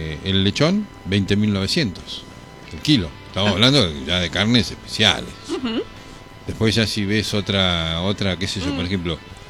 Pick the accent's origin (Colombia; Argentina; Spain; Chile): Argentina; Pero somos felices los argentinos igual